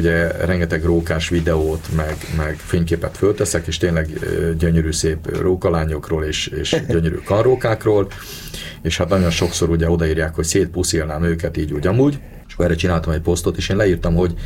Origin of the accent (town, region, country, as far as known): Budapest, Hungary